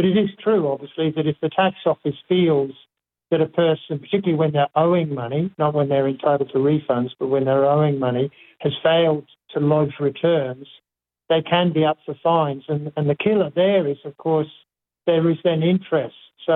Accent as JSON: {"language": "English", "country": "Australia", "said": "the onus is on each of us as Australian citizens and therefore as taxpayers to do the right thing"}